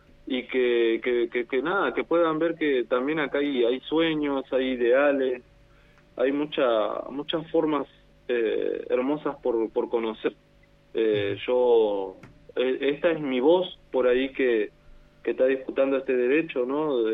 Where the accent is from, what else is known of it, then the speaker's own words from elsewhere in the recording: Argentina; somos parte de un mismo lugar, digamos, somos parte de la Argentina.